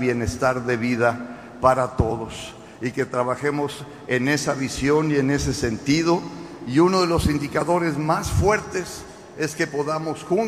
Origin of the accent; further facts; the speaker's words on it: Tamaulipas, Mexico; como mexicanas y mexicanos tenemos que estar orgullosos de nuestra nacionalidad